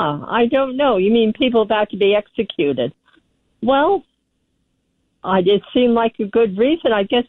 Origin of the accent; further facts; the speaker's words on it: New Jersey, United States; now in Budd Lake, United States; I was raised on Lake Opatcong